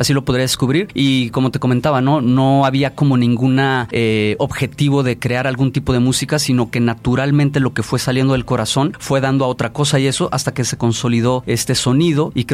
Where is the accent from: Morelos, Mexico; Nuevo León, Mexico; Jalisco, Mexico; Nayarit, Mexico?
Nayarit, Mexico; Tepic; Yo soy originario de aquí, de Tepic, Nayarit, pero mi padre es japonés. Entonces ahí se armó la mezcla Japomex.